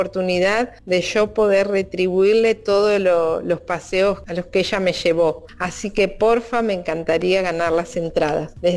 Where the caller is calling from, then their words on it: Gutiérrez, Buenos Aires Province, Argentina; soy de Gutiérrez, partido de Berazategui.